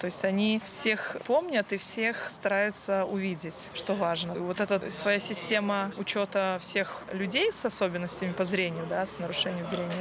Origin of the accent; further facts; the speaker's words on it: Grodno, Grodno Region, Belarus; я из Гродно, работаю педагогом-психологом в детском саду.